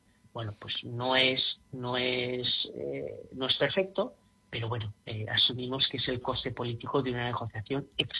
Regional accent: Spain; no lo digo porque soy español

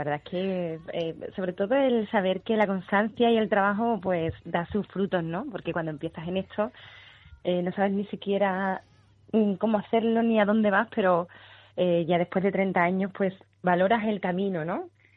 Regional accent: Seville, Andalusia, Spain; el primer disco tenía 16 años cuando salió y en Sevilla, concretamente en mi tierra, pues se me ha visto pues desde que era una niña, ¿no?

